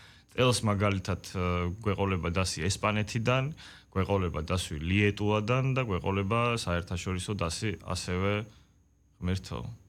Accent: Poti, Samegrelo-Zemo Svaneti, Georgia; აგერფოთიდან მოვდივარ და ისევ არ გვაქვს ახალი შენობა

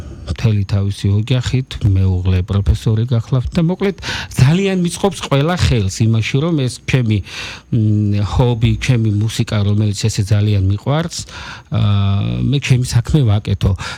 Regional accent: Poti, Samegrelo-Zemo Svaneti, Georgia; moved away as an adult; მე ფოთში დავიბადე, სკოლა ფოთში დავამთავრე.

